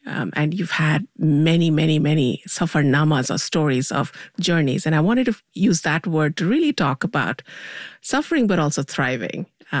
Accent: India; So when I went to New York, I bought a Rand McNally map in those days. That was the thing you did as an Indian immigrant student.

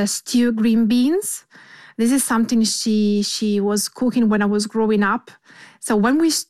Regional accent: Colle di Val d'Elsa, Tuscany, Italy; I grew up in the same very house where now I live. And this is the house where my father was born and my grandmother was born. This is in Colle Valdelsa, which is about 1 hour from Florence and half an hour from Siena.

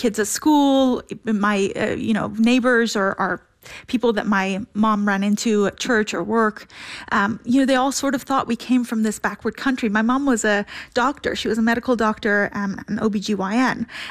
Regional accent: Iran; also born or lived in Oklahoma; now in United States; a lot of Iranian women of my generation carried with us out of Iran. You know, I was born in 1979. I was raised in a religious family. And, you know, first it was Islam and then it was Christianity

